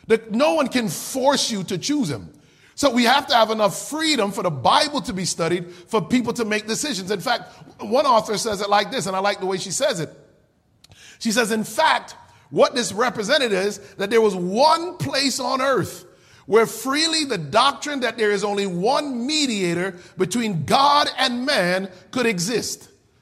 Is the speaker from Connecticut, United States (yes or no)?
yes; Connecticut, United States; and I was born and raised in the Constitution state, Connecticut.